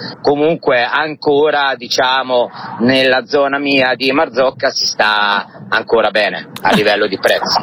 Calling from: Senigallia, Marche, Italy; da Senigallia.

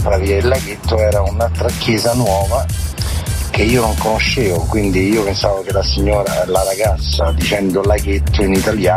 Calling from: Frosinone, Lazio, Italy; sono di Frosinone.

